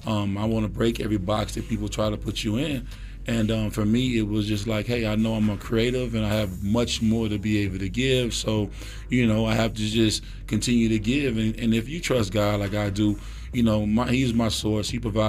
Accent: Memphis, Tennessee, United States; we partnered with the YMCA in Memphis, my hometown, as well as in Seattle, my wife's hometown.

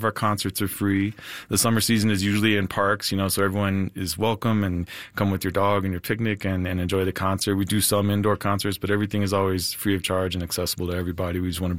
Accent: Denver, Colorado, United States; So I grew up around the City Park area, and actually so did

